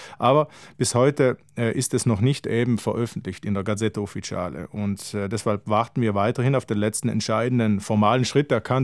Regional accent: Trentino-Alto Adige, Italy; wenn wir als Südtiroler, Südtirolerinnen auf dem deutschen Markt einkaufen.

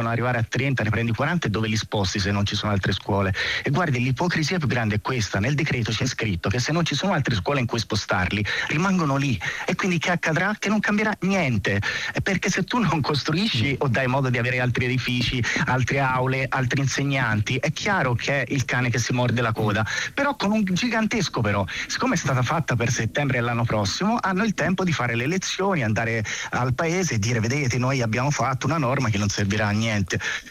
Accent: Prato, Tuscany, Italy; now in Rome, Italy; così come io sono originario di Prato, che è, come sapete, uno dei casi nazionali in cui ci sono più stranieri assieme a Milano

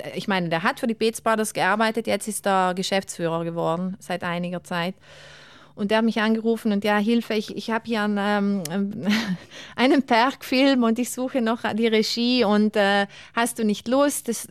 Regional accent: Ritten, Trentino-Alto Adige, Italy; Ich bin ein Berg, also ich bin ja am Ritten geboren und aufgewachsen.

